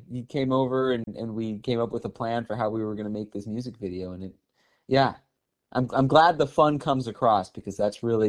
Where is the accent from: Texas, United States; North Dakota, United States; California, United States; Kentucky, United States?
California, United States; Santa Clarita; we grew up together in Santa Clarita, and we played music together and all of that.